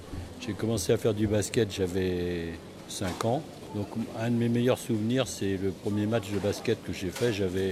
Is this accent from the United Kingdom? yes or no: no; Nantes, Pays de la Loire, France; born there; moved away as an adult; now in Saint-Nazaire, France; J'habitais à Nantes à ce moment-là, je n'habitais pas à Saint-Nazaire. Je suis un nouveau nazérien, ça ne fait que 7 ans que je suis à Saint-Nazaire.